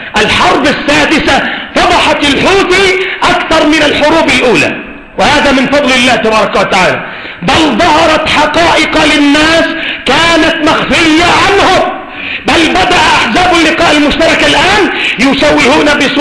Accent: Yemen; الدولة عندنا في اليمن

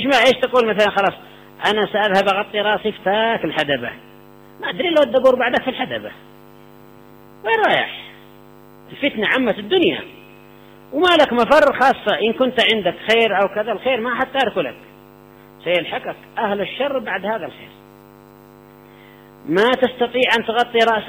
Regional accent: Yemen; عندنا في اليمن ما في لأن إن شاء الله أقصد ما كثير من الدول ربما دون ما نحن عليه هنا في اليمن.

